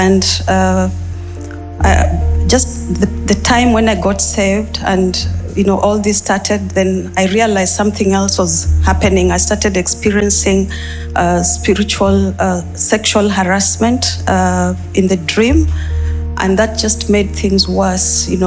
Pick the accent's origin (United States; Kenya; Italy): Kenya; now in Switzerland; I come from Switzerland, but I'm originally from Kenya.